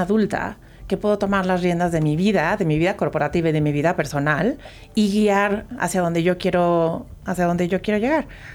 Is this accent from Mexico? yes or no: yes; Mexico; also born or lived in Irapuato / Zacatecas; Soy mexicana.